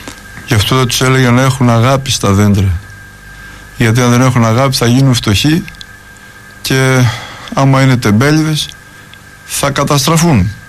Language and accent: Greek; Greece; Είμαστε Έλληνες γιατί είμαστε Ορθόδοξοι.